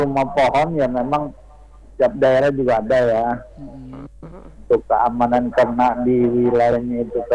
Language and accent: Indonesian; West Java, Indonesia; Di daerah saya juga ada, Jawa Barat itu rumah panggung ada.